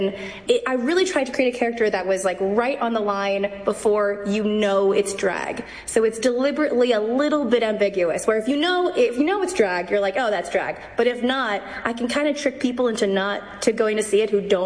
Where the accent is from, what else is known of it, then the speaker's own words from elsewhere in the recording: Canada; So, and I'm Canadian, so it's even worse.